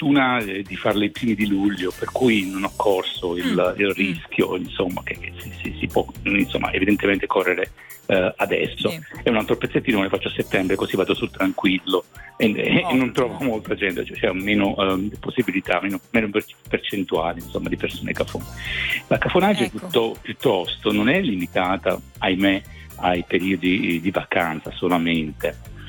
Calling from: Agrate Brianza, Lombardy, Italy; Io abito ad Agate Brianza.

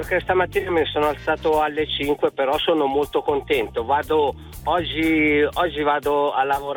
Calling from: Busto Arsizio, Lombardy, Italy; Io sono di Busto Arsizio e sto andando a Gorla Minore.

